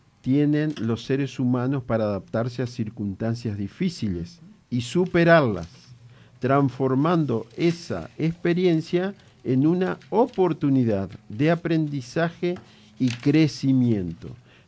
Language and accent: Spanish; Argentina; los argentinos nacimos para sufrir